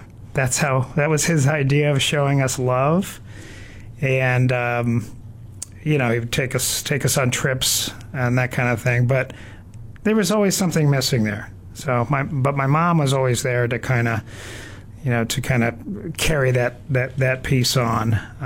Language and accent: English; Canton, Massachusetts, United States; moved away as an adult; also born or lived in Brookline, Massachusetts; I was born in Brookline, and about 2 years old, we moved to Canton, Massachusetts, where my parents still reside.